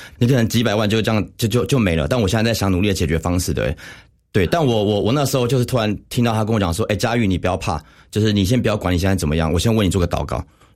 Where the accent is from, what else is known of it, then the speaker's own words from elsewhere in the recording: Taichung, Taiwan; now in Taipei, Taiwan; 我马上就是从台北就回到台中。因为我是台中人，台中